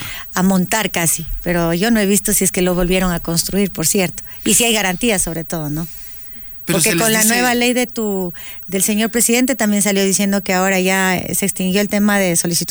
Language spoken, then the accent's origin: Spanish; Ecuador; nosotros terminamos como ecuatorianos pagando estas elecciones